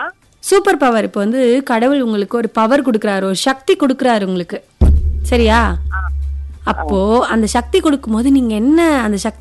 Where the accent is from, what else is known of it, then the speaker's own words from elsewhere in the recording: Dharmapuri, Tamil Nadu, India; நானும் தர்மபுரி